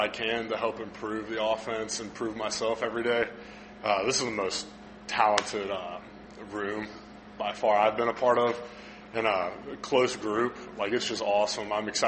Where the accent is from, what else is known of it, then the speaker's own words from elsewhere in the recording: Cincinnati, Ohio, United States; And also, like, I'm from Cincinnati. Like, being an hour 20 away is way better.